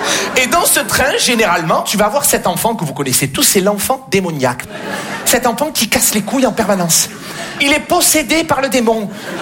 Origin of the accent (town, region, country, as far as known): Marseille, Provence-Alpes-Côte d'Azur, France; born or raised there